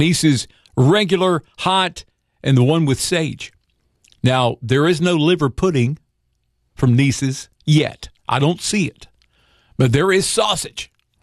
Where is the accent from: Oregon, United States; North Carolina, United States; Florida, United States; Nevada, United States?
North Carolina, United States; Greensboro; moved away as an adult; Our family grew up in Central North Carolina, around the Greensboro area. That's where I met my wife. We lived there for several years before relocating to this area about 27 years ago.